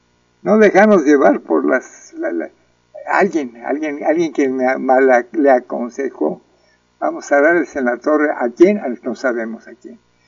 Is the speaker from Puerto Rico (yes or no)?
no; Mexico; si somos realmente mexicanos todos nosotros?